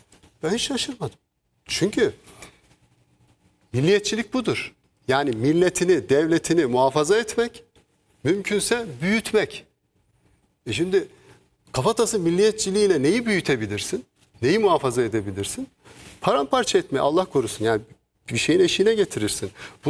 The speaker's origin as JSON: {"language": "Turkish", "region": "Istanbul", "country": "Turkey", "tie": "born or raised there", "said": "Biz İstanbul'da büyüdük. İstanbul'da çalıştığımız ya da okuduğumuz yerlerde PKK sempatizanı olan gençler bir sürü laf ederlerdi"}